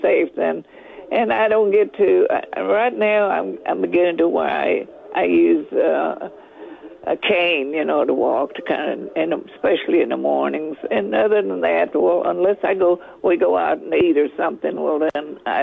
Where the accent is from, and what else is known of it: Schulenburg, Texas, United States; also born or lived in Freiburg, Texas